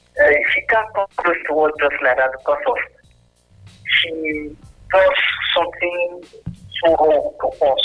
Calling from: England, United Kingdom; I'm calling from England.

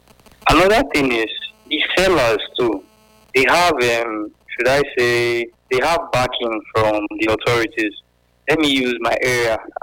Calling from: Ugbo, Nigeria; I'm calling from Ugbo.

